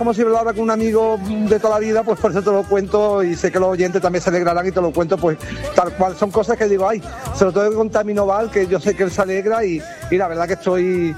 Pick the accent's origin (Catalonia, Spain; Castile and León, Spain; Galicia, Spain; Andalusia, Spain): Andalusia, Spain; Vélez-Málaga; yo me siento muy beleño, muy malagueño, muy del pueblo